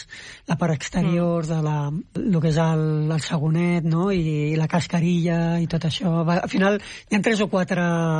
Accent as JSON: {"language": "Catalan", "town": "Barcelona", "region": "Catalonia", "country": "Spain", "tie": "born or raised there", "said": "Amb la migració al meu barri, un barri migratori fins i tot avui, aleshores venia molta gent de pobles on el pa no era el pa blanc que havia a Barcelona, no?"}